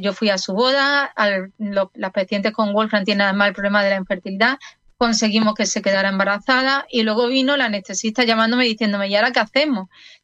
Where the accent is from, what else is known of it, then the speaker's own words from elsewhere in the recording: Seville, Andalusia, Spain; yo soy de origen sevillano.